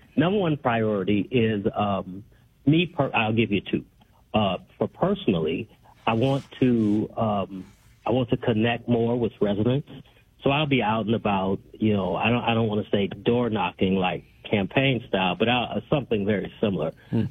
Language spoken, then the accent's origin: English; Chicago, Illinois, United States; now in Rantoul, United States; Oh, goodness. Yeah, so I'm originally from Chicago.